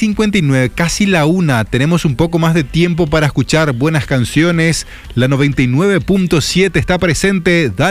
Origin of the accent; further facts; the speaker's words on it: Ciudad del Este, Alto Paraná, Paraguay; 99% de mis actividades laborales he realizado aquí en Ciudad del Este, mi ciudad natal.